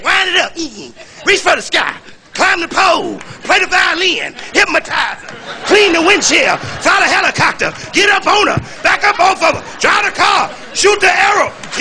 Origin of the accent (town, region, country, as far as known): Chicago, Illinois, United States